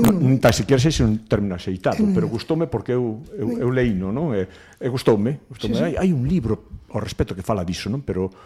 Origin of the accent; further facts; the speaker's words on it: Esmelle, Galicia, Spain; also born or lived in Ferrol; nacín en Ferrol, aínda que me criei en Esmelle, vivo en Esmelle tamén.